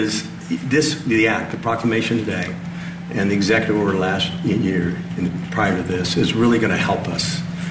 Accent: Portland, Oregon, United States; now in Arizona, United States; Portland, Oregon, and now Arizona.

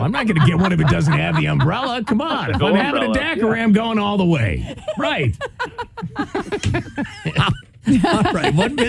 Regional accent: Wisconsin, United States; my home state of Wisconsin

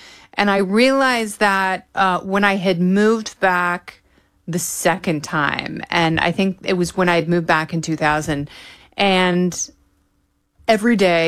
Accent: Oregon, United States; now in New York, United States; especially not like we have in New York here or growing up in Oregon.

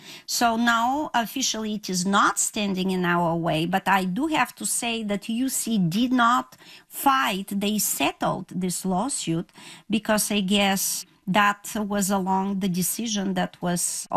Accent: Bulgaria; specifically in my home country, Bulgaria.

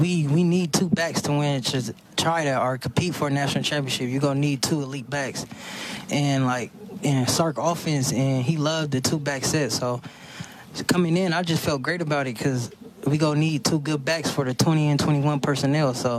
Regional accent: California, United States; It's like a mini L.A. I'm from Cali, so

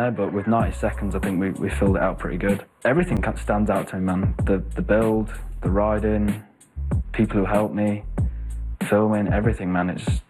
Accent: Wales, United Kingdom; 24 years old. I'm from Wales in the UK

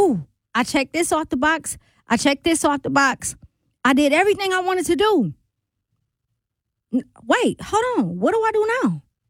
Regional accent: Milwaukee, Wisconsin, United States; I'm from the crib. I'm from Milwaukee, right? Milwaukee is fly, especially in the era that I grew up in. Born in the 80s, raised in the 90s

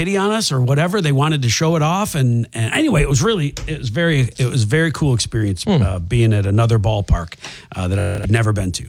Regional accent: Chicago, Illinois, United States; now in Quad Cities, United States; I grew up in Chicago

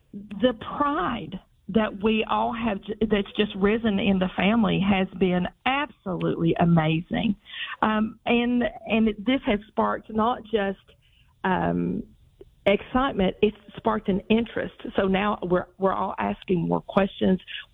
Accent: Man, West Virginia, United States; I'd say, "I'm from the great metropolis of Man, West Virginia, the town with three letters and two syllables." There's nothing like the people here.

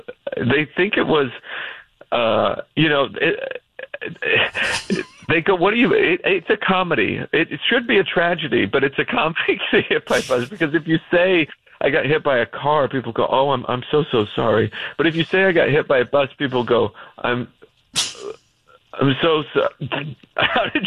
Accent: Idaho, United States; moved away as an adult; also born or lived in Utah / New York City / Boston; I grew up in Idaho. It was just I went to college in Utah, and Salt Lake City's really the closest major city to where I'm from.

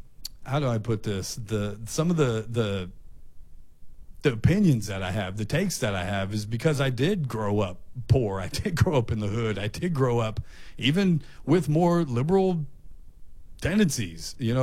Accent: United States; I took my daughter back to where I grew up in the neighborhood on South J in between South Gate and Wilson, where I grew up, and how that's hood, and my dad's street over on Balboa adjacent to South High School.

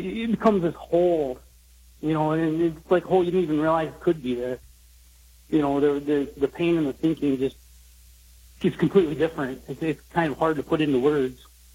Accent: Akron, Michigan, United States; I grew up in Akron, Michigan, a small farm town.

